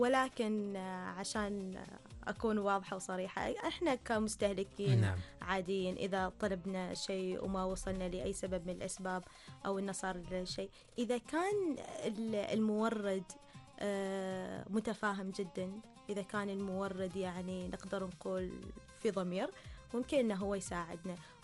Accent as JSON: {"language": "Arabic", "country": "Oman", "said": "عندنا إحنا مثلا في دولتنا عندنا في عمان"}